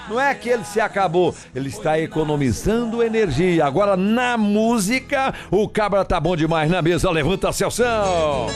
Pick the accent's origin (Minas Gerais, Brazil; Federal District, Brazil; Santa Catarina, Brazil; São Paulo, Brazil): Minas Gerais, Brazil; born there; moved away; mãe mudou pra Tocantins, pra Formoso do Araguaia. E agora mudei a rota, né? Mas vou visitar Minas Gerais, que está no meu coração sempre, a terra onde eu nasci